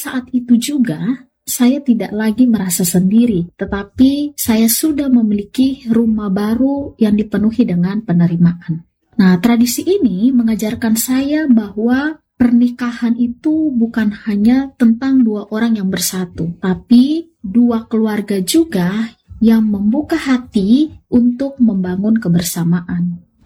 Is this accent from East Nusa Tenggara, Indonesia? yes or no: yes; East Nusa Tenggara, Indonesia; menjaga identitas budaya kita sebagai orang Sabu